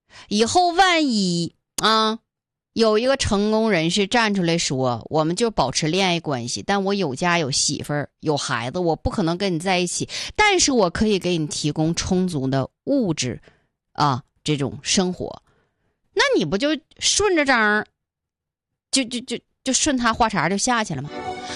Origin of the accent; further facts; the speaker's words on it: Northeast China, China; 就是我们东北话说呢，就是习惯